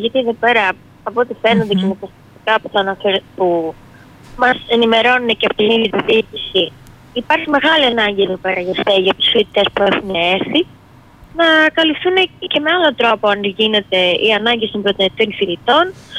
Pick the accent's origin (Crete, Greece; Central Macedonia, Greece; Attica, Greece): Crete, Greece; Heraklion; Είμαι από το Ηράκλειο.